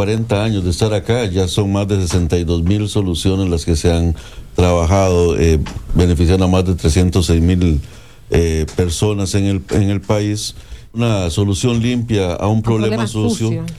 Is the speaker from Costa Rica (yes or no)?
yes; Costa Rica; Yo soy de Costa Rica.